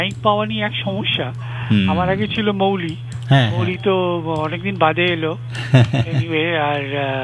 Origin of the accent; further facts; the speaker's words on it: Kolkata, West Bengal, India; তখন আমরা বেলেঘাটা থাকতাম